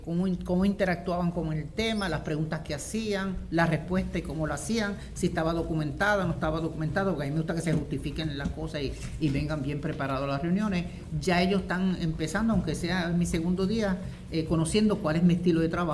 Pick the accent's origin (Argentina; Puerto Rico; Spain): Puerto Rico; Yo me siento mal como puertorriqueña